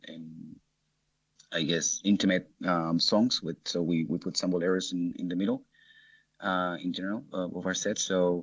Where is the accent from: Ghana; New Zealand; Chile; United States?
Chile; now in Australia; I come from Chile